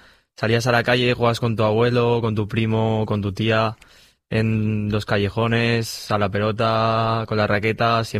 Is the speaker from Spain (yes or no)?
yes; Castellón de la Plana, Valencian Community, Spain; also born or lived in Torreblanca; Yo soy de Castellón, pero me acuerdo del pueblo, ¿no? En este caso, Torre Blanca.